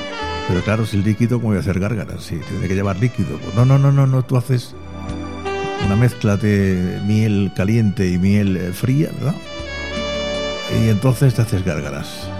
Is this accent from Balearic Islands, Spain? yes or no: no; Region of Murcia, Spain